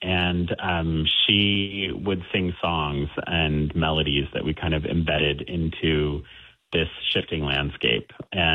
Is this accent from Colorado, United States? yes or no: yes; Colorado Springs, Colorado, United States; born there; also born or lived in North Carolina, United States / Germany / New Jersey, United States / Korea; I grew up, I was born in Colorado Springs. And then I moved to North Carolina. Then we lived in Germany for 5 years, and then back to New Jersey for 5 years. And then we moved to Korea for 3 years, and then back to Maryland.